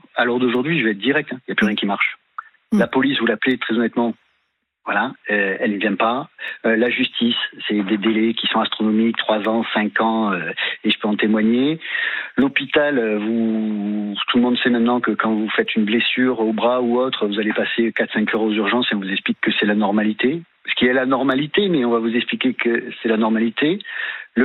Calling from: Bordeaux, Nouvelle-Aquitaine, France; puisque je suis à Bordeaux.

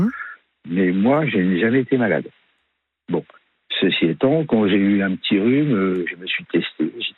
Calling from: France

